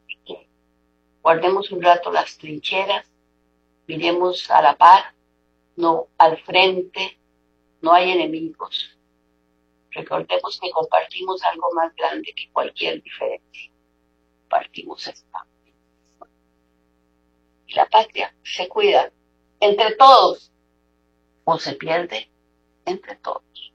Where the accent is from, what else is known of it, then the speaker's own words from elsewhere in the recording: Costa Rica; Somos costarricenses